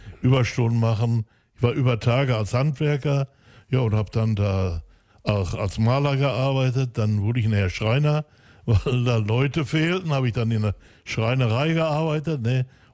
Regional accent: Hamm, North Rhine-Westphalia, Germany; Ich bin gebürtiger Bockumhöhler, da wo ich jetzt wieder bin

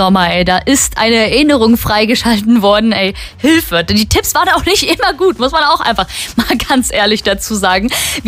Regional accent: North Rhine-Westphalia, Germany; ich bin ja im Herzen ein kleines Dorfkind. Ich komme aus Altorf

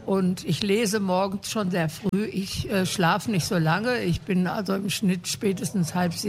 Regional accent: North Rhine-Westphalia, Germany; born there; moved away as an adult; now in Hamm, Germany; ich bin in Berchtesgaden-Oberaden geboren

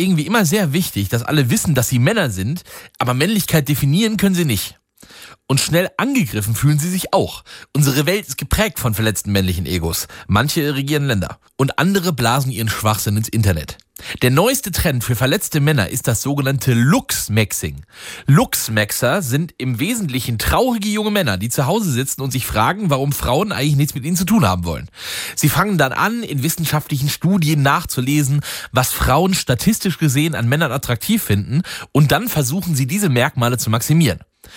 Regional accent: Wittgenstein, North Rhine-Westphalia, Germany; ich bin ja nun in Wittgenstein aufgewachsen

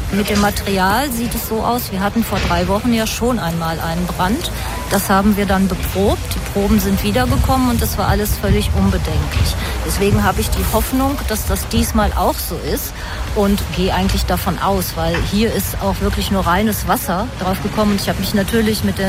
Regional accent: North Rhine-Westphalia, Germany; Vor allen Dingen, weil ich das von meinem Heimatort zwischen Haspe und zur Straße tatsächlich gesehen habe.

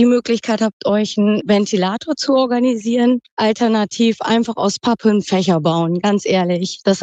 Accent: Neuenkirchen, North Rhine-Westphalia, Germany; als Neunkirchnerin, ich bin am Offlummer See.

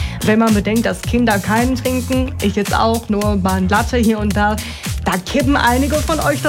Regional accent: North Rhine-Westphalia, Germany; wir Deutschen sind eine Biernation. Das wird ja immer weniger, auch bei uns im Sauerland.

